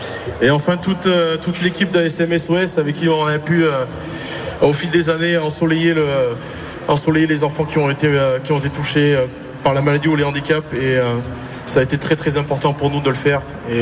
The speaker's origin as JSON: {"language": "French", "region": "Auvergne-Rhône-Alpes", "country": "France", "said": "Je suis auvergnat avant tout."}